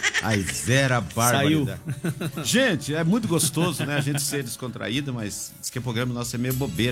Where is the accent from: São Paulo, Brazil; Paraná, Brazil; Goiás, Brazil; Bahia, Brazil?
Paraná, Brazil; Por que a gente detecta já a pessoa que não é da nossa, do Paraná? Pela voz, né?